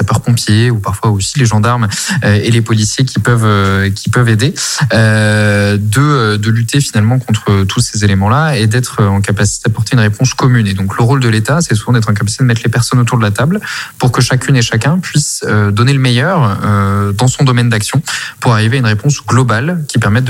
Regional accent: Nouvelle-Aquitaine, France; Je suis originaire de la Nouvelle-Aquitaine et plus précisément de la région bordelaise

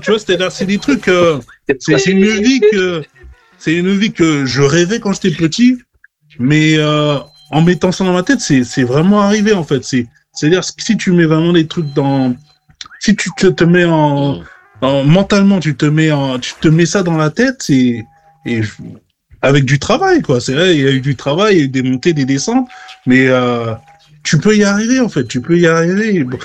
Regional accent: France; now in United Kingdom; Pardon, quand j'ai quitté la France, pardon, pour l'Angleterre, c'est-à-dire, j'ai trouvé que tu pouvais faire à peu près tout.

